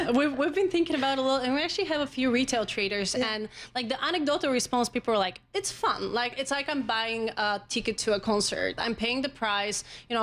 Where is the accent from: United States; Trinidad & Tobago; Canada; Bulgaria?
Bulgaria; But, you know, I'm from Bulgaria, and then Bulgaria had very low odds of winning Eurovision.